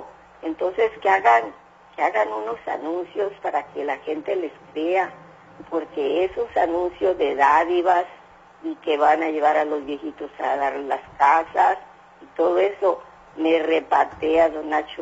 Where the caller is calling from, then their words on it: Mexicali, Baja California, Mexico; tengo mucho pendiente de aquí de Baja California, porque aquí yo vivo en Mexicali